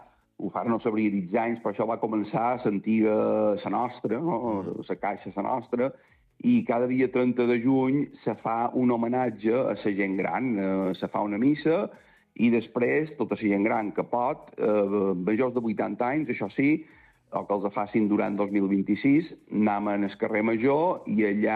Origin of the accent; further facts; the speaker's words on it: Búger, Balearic Islands, Spain; som un poble petit, que tampoc no transcendeix massa com puguin ser altres pobles del voltant